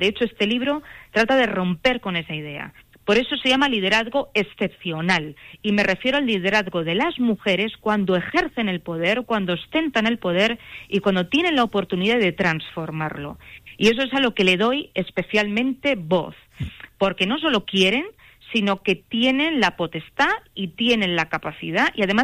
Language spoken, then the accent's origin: Spanish; Andalusia, Spain; now in Madrid, Spain; Pero actualmente, como yo digo, soy una manchega cordobesa errante y actualmente vivo en Madrid.